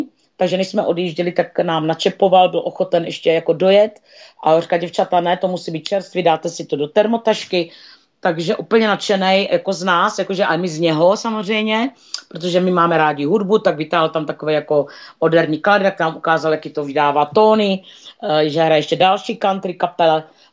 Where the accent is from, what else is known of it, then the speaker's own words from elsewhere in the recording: Moravia, Czechia; My jsme z Moravy.